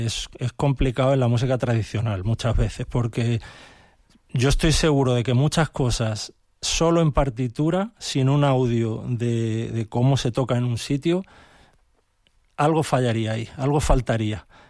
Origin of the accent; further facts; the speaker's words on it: Albalá, Extremadura, Spain; en mi pueblo, en Albalá, que es un pueblo de Cáceres